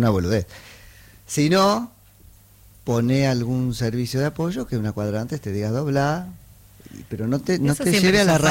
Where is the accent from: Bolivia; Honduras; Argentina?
Argentina; San Andrés de Giles, Buenos Aires Province; yo me acuerdo cuando era chiquito en San Andrés de Giles, ha cambiado muchísimo la recolección de basura.